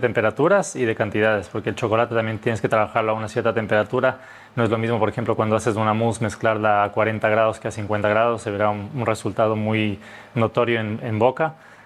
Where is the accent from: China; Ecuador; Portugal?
Ecuador; now in Spain; yo soy ecuatoriano y quería dar un guiño a mi país.